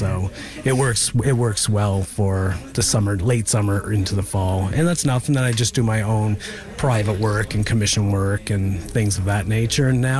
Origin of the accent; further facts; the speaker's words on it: Sydney, Nova Scotia, Canada; I grew up in Ashby. Like, I grew up 2 kilometers from the Tar Pond